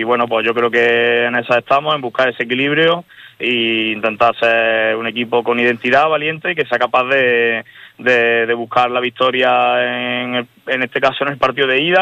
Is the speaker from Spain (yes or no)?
yes; Andalusia, Spain; Sí, bueno, yo realmente, yo soy cordobés, ¿eh?